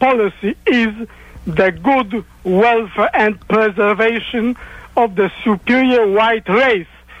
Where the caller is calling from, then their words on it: Colombia; I am from Colombia.